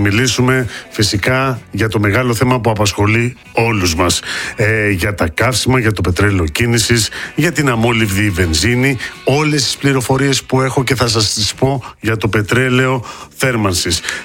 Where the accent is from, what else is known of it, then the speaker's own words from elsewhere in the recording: Central Macedonia, Greece; από την Εμέα, από την πατρίδα μου.